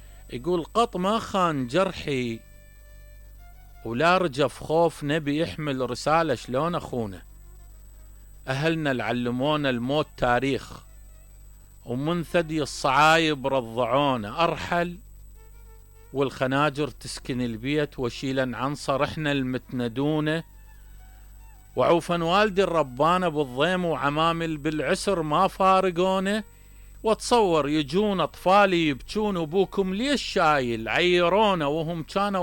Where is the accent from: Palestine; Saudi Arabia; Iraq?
Iraq; هنا عندنا بالعراق